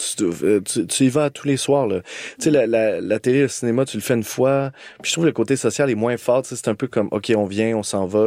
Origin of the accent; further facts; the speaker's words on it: Montreal, Quebec, Canada; Je viens de l'île des Sœurs, je viens de milieu bourgeois.